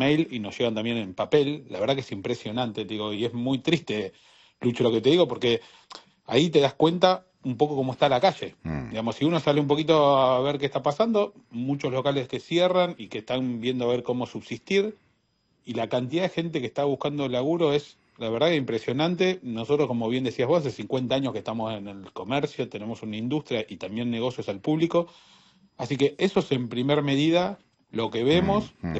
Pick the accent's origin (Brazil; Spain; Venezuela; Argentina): Argentina; Tres de Febrero, Buenos Aires Province; yo soy de 3 de febrero, soy de Villavoz, del conurbano